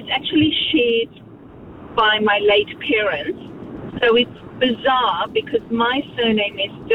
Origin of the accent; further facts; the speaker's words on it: Zimbabwe; now in New Zealand; I was born and brought up in Zimbabwe, and I came over to New Zealand in 2001.